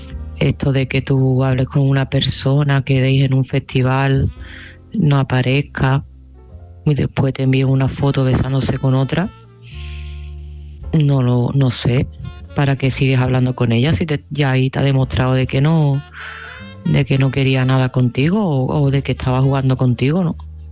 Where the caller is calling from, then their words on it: Seville, Andalusia, Spain; de Sevilla y este mensaje va para Paca.